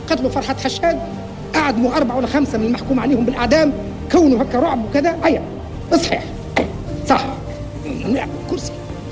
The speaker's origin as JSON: {"language": "Arabic", "country": "Tunisia", "said": "احنا مبدانا وسياستنا اللي صرحنا بها أن أهل مكة أدرى بشعابه، ونحن نختار ما يليق بنا كتونسيين"}